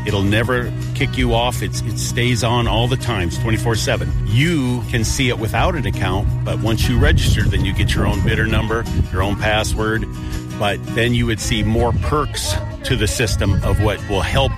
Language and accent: English; Holstein, Iowa, United States; moved away as an adult; now in Omaha, United States; I grew up in Holstein and grew up on a farm.